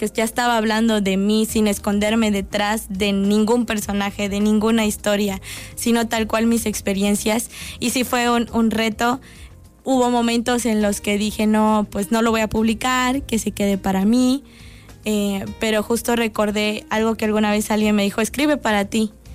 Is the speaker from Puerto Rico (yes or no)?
no; Chiapas, Mexico; el representar a Chiapas, el representar a mi pueblo que es tan chiquitito, ¿no? Me llena de mucho orgullo, del bueno.